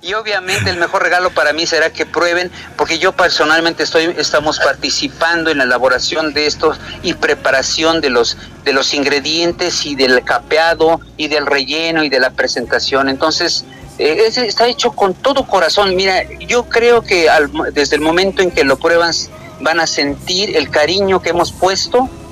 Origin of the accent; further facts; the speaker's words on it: Puebla, Mexico; Ustedes lo saben, yo personalmente lo he dicho en otras oportunidades, soy un poblano chicharronero